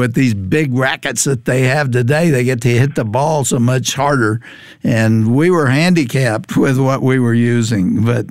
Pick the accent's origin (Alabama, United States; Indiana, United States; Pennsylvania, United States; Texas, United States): Texas, United States; I grew up in Texas in a strong Christian family.